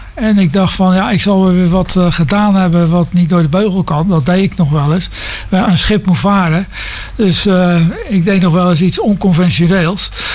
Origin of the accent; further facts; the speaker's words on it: Vlaardingen, South Holland, Netherlands; also born or lived in Singapore; Uiteraard Vlaardingen, want ja, dat is toch waar ik vandaan kom. En ik zie hier mooi staan Omroep Wetering. Nou, ik ben geboren in de Weteringenstraat.